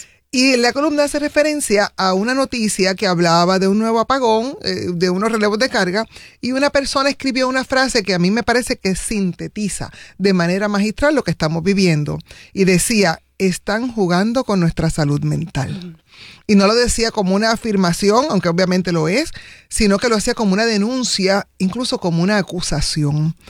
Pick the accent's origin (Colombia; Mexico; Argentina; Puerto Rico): Puerto Rico; Caguas; Yo soy de una urbanización clase media en Caguas